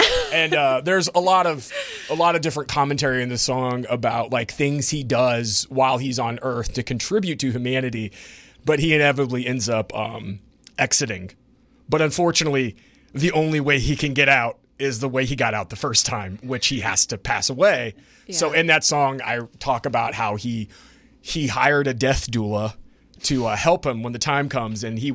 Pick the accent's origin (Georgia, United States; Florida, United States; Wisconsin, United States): Florida, United States; Pensacola; moved away as an adult; now in New Orleans, United States